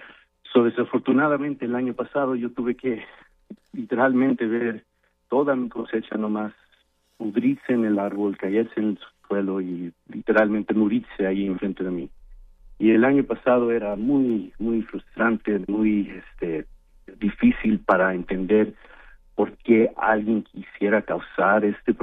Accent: Mexico; now in United States; Bueno, puedo decir que soy como cualquier otra persona, mexicano aquí en los Estados Unidos, y yo me considero muy orgullosamente americano

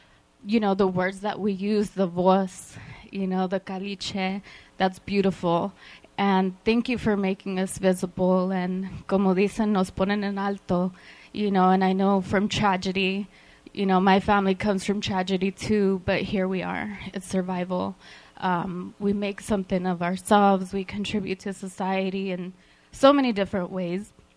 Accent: Fresno, California, United States; also born or lived in Los Angeles, United States; I was born in Los Angeles, raised here in Fresno. My whole life, I could say, soy salvadoreña. That's my roots.

